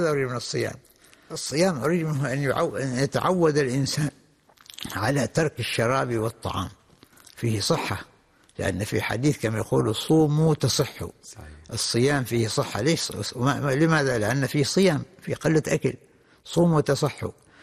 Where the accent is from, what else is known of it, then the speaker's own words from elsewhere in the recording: Oman; وكذلك وخاصة إحنا عندنا في عمان أو في دول منطقة الخليج